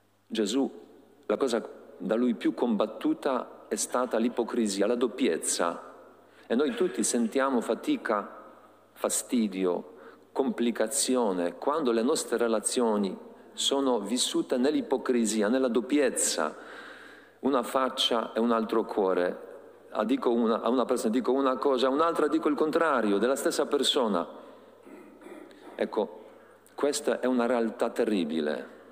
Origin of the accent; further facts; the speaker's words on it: Poland; Italian is a second language; now in Italy; Io sono polacco.